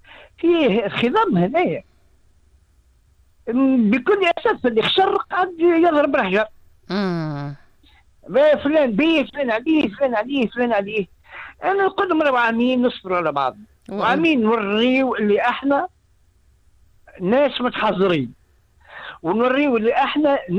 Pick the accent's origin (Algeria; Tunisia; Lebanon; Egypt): Tunisia; عندنا في تونس